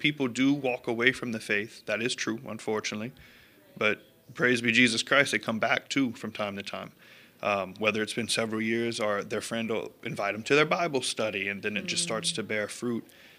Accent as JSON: {"language": "English", "town": "French Settlement", "region": "Louisiana", "country": "United States", "tie": "born or raised there", "said": "I came from French Settlement, Louisiana. I graduated with a class of like 60 of us."}